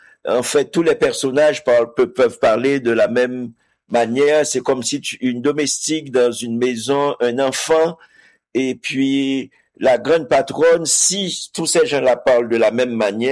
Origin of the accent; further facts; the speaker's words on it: Haiti; si c'est moi, en tant qu'haïtien, avait lu et qui devait avoir la responsabilité d'éditer ce texte